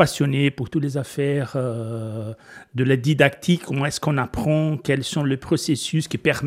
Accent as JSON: {"language": "French", "country": "Brazil", "second_language": "French", "moved": "yes", "lives_now": "Belgium", "said": "Bon, je suis ici en Belgique depuis 2022. Je suis venu de Brésil."}